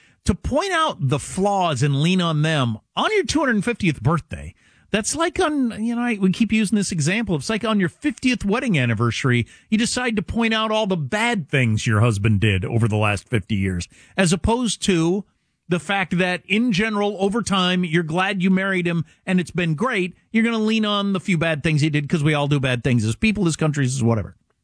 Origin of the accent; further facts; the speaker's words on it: South Dakota, United States; I'm from South Dakota and I can't think of it. Mount Rushmore. I went to Mount Rushmore every single year of my life.